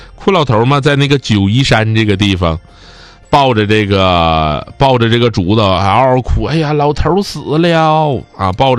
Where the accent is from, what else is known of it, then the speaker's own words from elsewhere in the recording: Northeast China, China; accent: Northeastern (Dongbei) dialect; 我们东北话